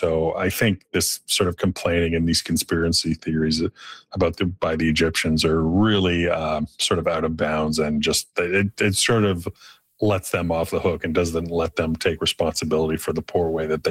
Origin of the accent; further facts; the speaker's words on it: Canada; obviously as a Canadian